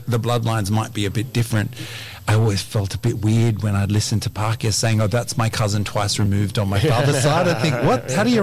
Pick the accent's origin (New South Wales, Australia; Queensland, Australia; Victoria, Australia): New South Wales, Australia; Sydney; I grew up on Botany Bay, and I grew up as a teenager, like on the coast here, like on all the beaches.